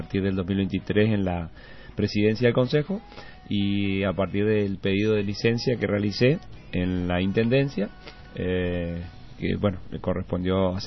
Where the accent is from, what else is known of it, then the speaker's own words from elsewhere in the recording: Margarita Belén, Chaco, Argentina; born there; mi papá fue productor, en realidad rural, en la zona ahí de Costa Inés, que es una colonia donde nacimos, en Margarita Belén.